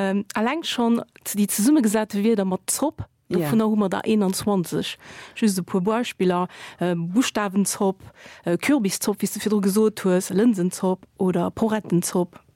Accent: Portugal; German is a second language; Ja, aber ich als Portugiesin

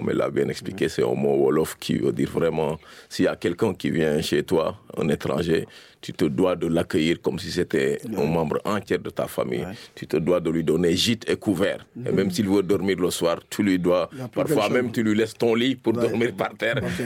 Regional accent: Senegal; now in Luxembourg

